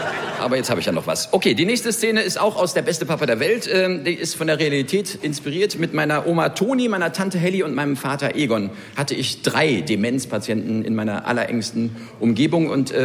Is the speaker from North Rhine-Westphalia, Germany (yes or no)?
yes; Cologne, North Rhine-Westphalia, Germany; Kommen wir beide aus der Stadt. Wir sind eigentlich beide in der Stunksitzung groß geworden, ich ein paar Jahre später.